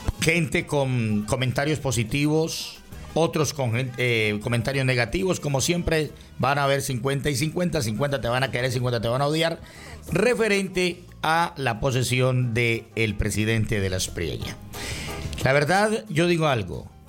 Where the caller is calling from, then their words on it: Cali, Valle del Cauca, Colombia; como ciudadano caleño